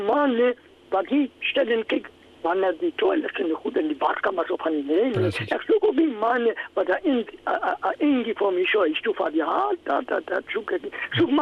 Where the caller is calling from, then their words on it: Walvis Bay, Erongo, Namibia; Ons is nie daar van die boeg nie, ons is van Walvis